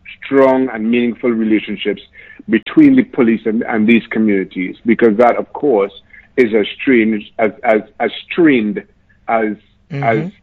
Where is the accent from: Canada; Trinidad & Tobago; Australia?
Trinidad & Tobago; Diego Martin; born or raised there